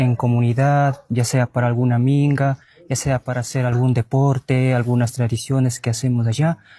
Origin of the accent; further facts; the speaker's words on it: Guamote, Chimborazo, Ecuador; first language Quichua; Spanish is a second language; Soy de la comunidad Cochaloma Totorillas, que pertenece al cantón Huamote y la provincia de Chimborazo. Nuestro idioma es el quichua puyhua.